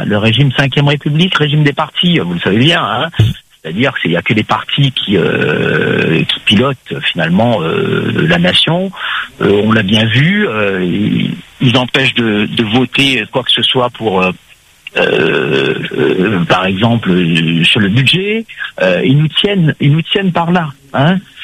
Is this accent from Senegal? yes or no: no; France; on est Français